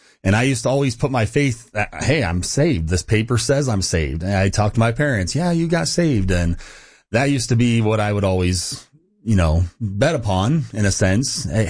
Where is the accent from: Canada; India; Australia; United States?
United States; Fresno, California; also born or lived in Stockton; Yes, grew up in California, Central California, and Fresno is my hometown. And was born in Stockton, raised in Fresno my whole life. And my family went to a Baptist church there in Central California in Clovis called Central Baptist Church.